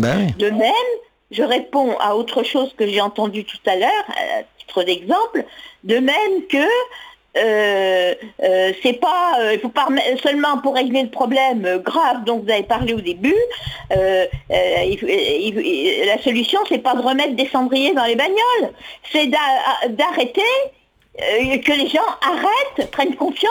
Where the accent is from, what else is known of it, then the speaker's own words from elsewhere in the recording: France; moved away; C'est dans mon village natal que ça se passe.